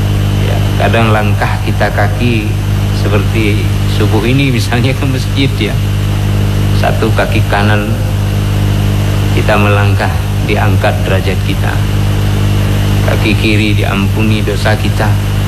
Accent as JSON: {"language": "Indonesian", "region": "Aceh", "country": "Indonesia", "said": "rasa kita orang Aceh"}